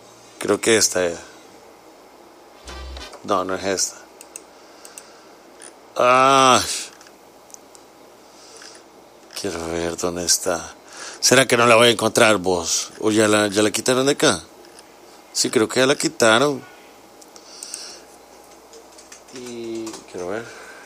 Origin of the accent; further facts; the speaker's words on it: El Salvador; Todos como salvadoreños tenemos la manera de hablar